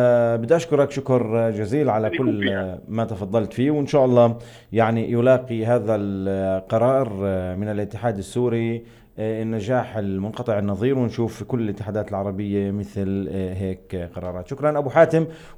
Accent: Palestine

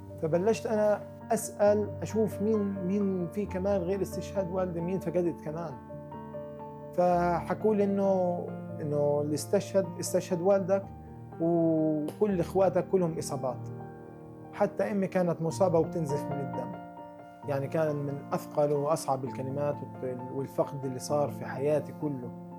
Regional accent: Gaza Strip, Palestine; moved away as an adult; now in Venezuela; من قطاع غزة، تخرجت من كلية الطب من فنزويلا عام 2025.

